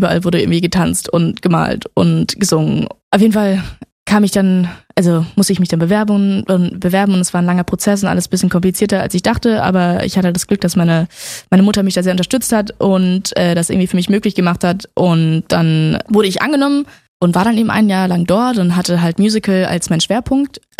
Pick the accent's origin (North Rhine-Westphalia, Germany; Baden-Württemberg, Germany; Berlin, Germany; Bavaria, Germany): Berlin, Germany; ich komme aus Berlin